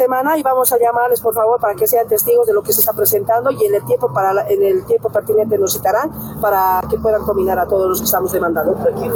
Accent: Bolivia; somos pueblo y nosotros somos bolivianos

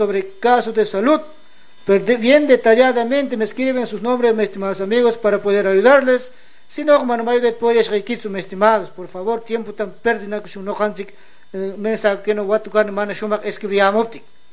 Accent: Ancash, Peru; desde Ancash. Soy de Ancash

